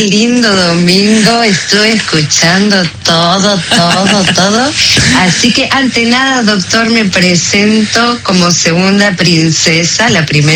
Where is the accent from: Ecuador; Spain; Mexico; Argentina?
Argentina; Banfield, Buenos Aires Province; now in Canning, Argentina; Yo, zona sur. Yo me crié en Banfield.